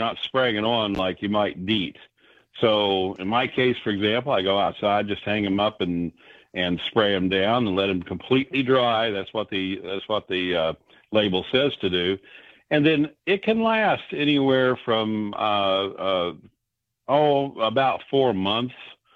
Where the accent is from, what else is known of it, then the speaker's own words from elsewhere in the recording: West Virginia, United States; It was just, I grew up in West Virginia.